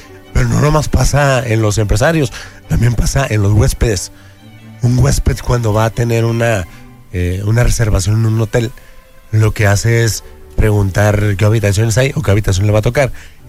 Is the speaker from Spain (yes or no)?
no; Mexico